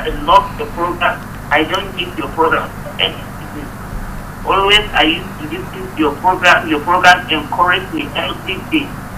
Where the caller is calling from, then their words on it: Nigeria; I'm calling from Dadikwa.